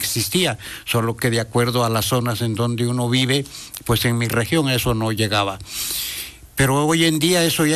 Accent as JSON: {"language": "Spanish", "town": "Tehuitzingo", "region": "Puebla", "country": "Mexico", "tie": "born or raised there", "also_born_or_lived": "United States", "moved": "yes", "said": "la comunidad de donde soy originario, que es Atopueltitlán, Tehuixingo, Puebla"}